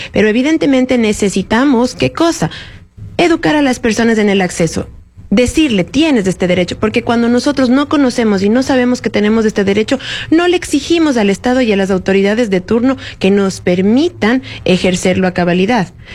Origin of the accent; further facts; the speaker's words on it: Ecuador; nosotros los ecuatorianos